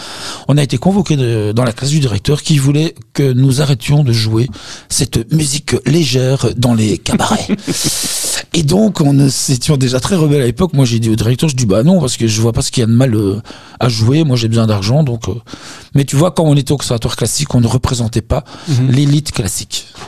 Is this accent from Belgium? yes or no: yes; Belgium; Alors j'ai vécu mon enfance en Belgique, je suis né en Belgique, et j'ai vécu dans un village qui s'appelle L'Aube.